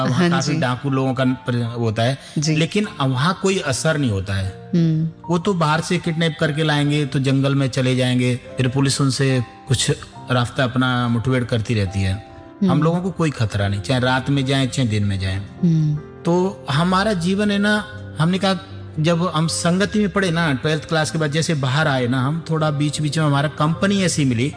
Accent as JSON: {"language": "Hindi", "area": "Dholpur district", "region": "Rajasthan", "country": "India", "tie": "born or raised there", "said": "ये हमारा गांव पड़ता है धौलपुर डिस्ट्रिक्ट में, मनिया के पास एक चैना का पूरा गांव है।"}